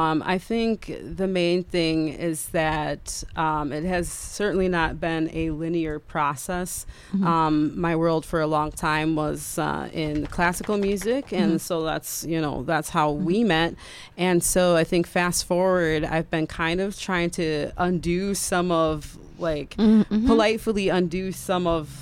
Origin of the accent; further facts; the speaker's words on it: Grafton, Wisconsin, United States; also born or lived in Savannah; I grew up in Grafton and Saucel.